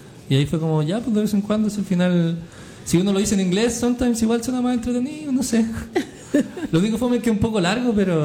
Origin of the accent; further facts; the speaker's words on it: San Pedro de la Paz, Biobío, Chile; yo soy de San Pedro, soy del sector de Candelaria.